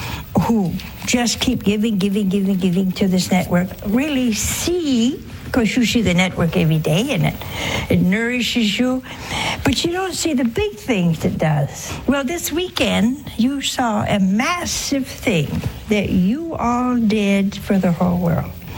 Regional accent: Ohio, United States; We have people from my home state, Ohio

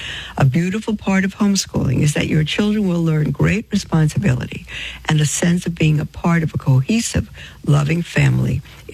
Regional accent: Brooklyn, New York, United States; when we were growing up in Brooklyn, we got a list of books that we needed for the year in public school, but we couldn't afford to buy them.

